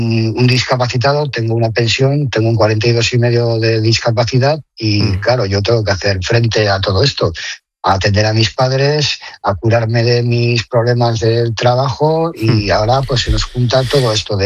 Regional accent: Erandio, Basque Country, Spain; also born or lived in Algorta / Astrabudúa; soy del municipio de Erandio, nací en Algorta, pero me he criado toda la vida entre Astrabudúa y Erandio

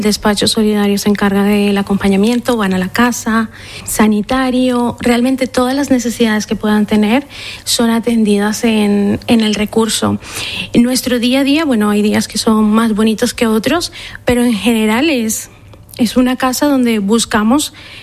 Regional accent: Colombia; moved away; siempre vengo de Colombia, entonces mi madre enfermera y crecí escuchando del conflicto armado colombiano

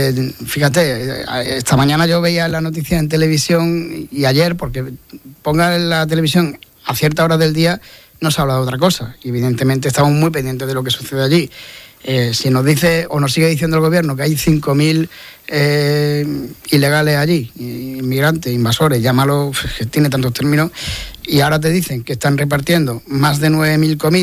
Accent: Ceuta, Spain; now in Jaén, Spain; quienes somos ceutíes de origen, o los ceutíes que estamos aquí en Jaén

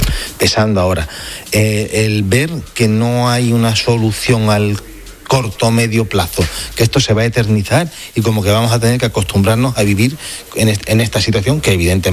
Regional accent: Ceuta, Spain; Yo soy de Ceuta, nacido en Ceuta, nos hemos criado siempre mezclados, ha habido de todo.

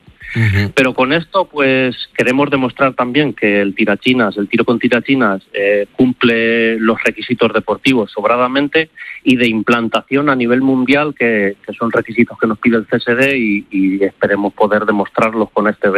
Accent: Las Mesas, Castilla-La Mancha, Spain

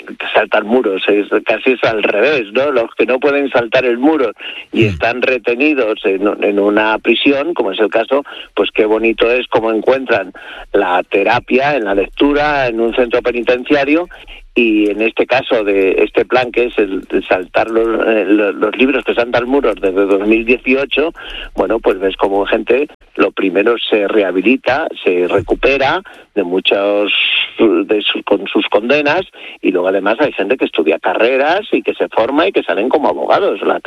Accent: Madrid, Community of Madrid, Spain; Yo siempre digo que el Escorial, a los que somos de Madrid, como está aquí al lado, no lo valoramos.

